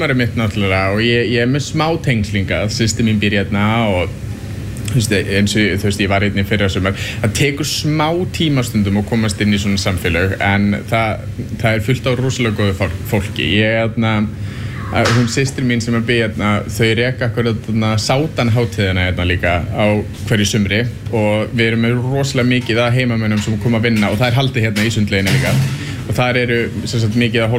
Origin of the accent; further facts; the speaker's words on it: Reykjavík, Capital Region, Iceland; Ég er úr Reykjavík sjálfur og búið erlendis í mörg ár en ég kem hingað á sumrin til þess að vinna.